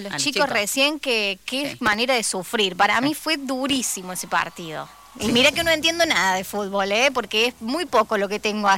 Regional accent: Argentina; somos argentinos, estamos acostumbrados a sufrir.

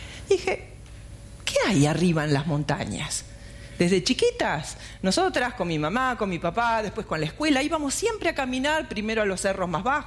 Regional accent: Bariloche, Río Negro, Argentina; also born or lived in Buenos Aires; yo nací en Bariloche, hice mi escuela primaria acá, secundario también. La universidad, en realidad fui a estudiar profesorado de educación física, lo hice en Buenos Aires, volví

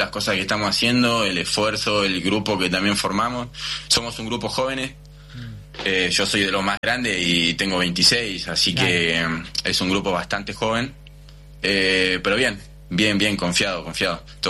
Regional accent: Argentina; Somos de argentino de pie a cabeza y creo que el argentino vive su vida un poco diferente que los demás

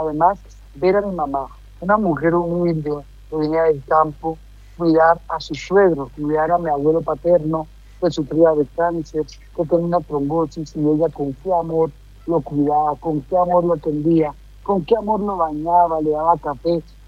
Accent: Colombia; es un país hermano para nosotros los colombianos.

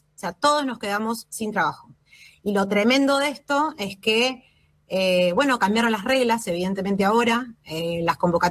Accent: Argentina

